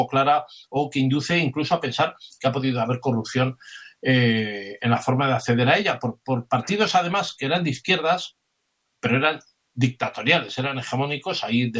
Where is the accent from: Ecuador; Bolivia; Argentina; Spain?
Spain; nos compromete a todos como españoles